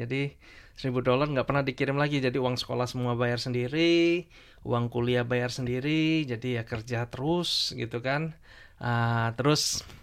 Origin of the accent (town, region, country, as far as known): Surabaya, East Java, Indonesia; moved away as an adult; now in Brisbane, Australia